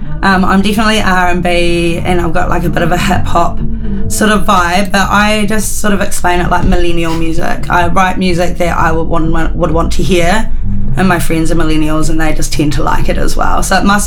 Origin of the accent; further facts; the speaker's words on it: Christchurch, Canterbury, New Zealand; also born or lived in Lincoln, New Zealand; I grew up here in Ototahi. I was born in Lincoln, but I've been raised here in Christchurch.